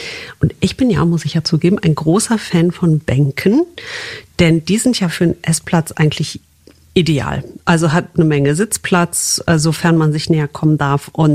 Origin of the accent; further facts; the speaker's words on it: Wuppertal, North Rhine-Westphalia, Germany; Ja, stimmt. Ich komme aus der Stadt des Kobolds.